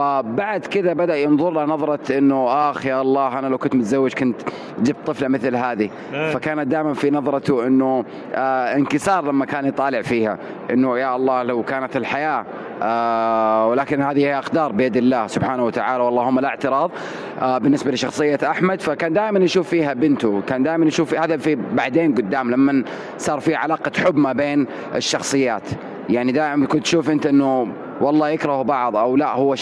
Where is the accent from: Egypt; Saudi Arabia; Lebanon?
Saudi Arabia; عندنا في المملكة العربية السعودية